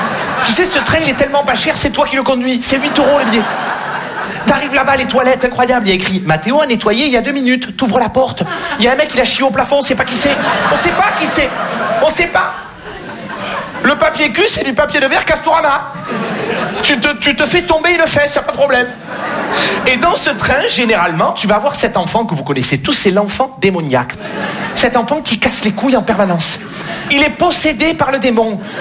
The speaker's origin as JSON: {"language": "French", "town": "Marseille", "region": "Provence-Alpes-Côte d'Azur", "country": "France", "tie": "born or raised there"}